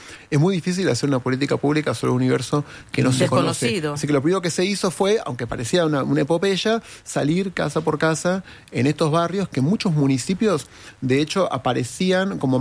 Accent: Argentina; ese tema nos debiera importar como argentinos, ¿no?

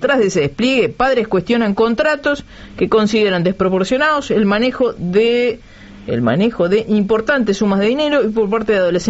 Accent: Uruguay; Yo no, porque soy de Durán.

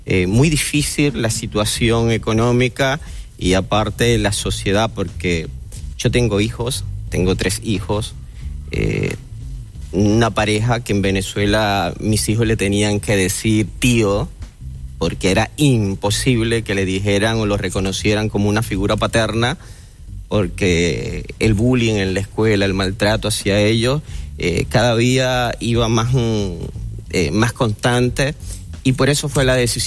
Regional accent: Uruguay; born there; Uruguay, yo nací acá en el Uruguay

